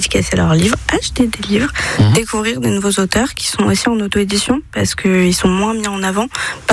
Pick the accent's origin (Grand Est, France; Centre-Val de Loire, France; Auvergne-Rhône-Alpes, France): Grand Est, France; Rethel; also born or lived in Toulouse; now in Reims, France; Alors je suis originaire de Rethel, enfin à côté